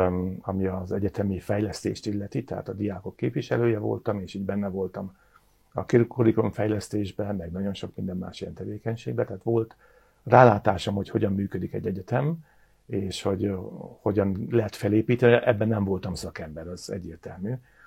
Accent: Hungary; moved away as an adult; also born or lived in Germany / Africa; magyarként Németországba kimentünk tanulni

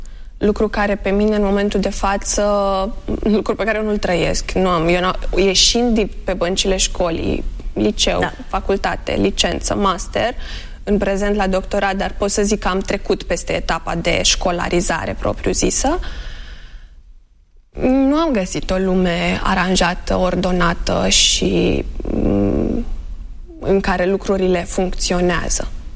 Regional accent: Chișinău, Moldova; moved away; când am crescut eu acolo

